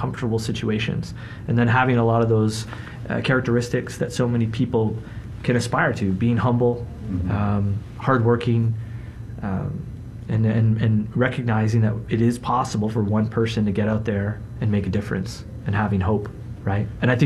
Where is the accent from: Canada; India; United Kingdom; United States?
Canada; Toronto, Ontario; not only is it my hometown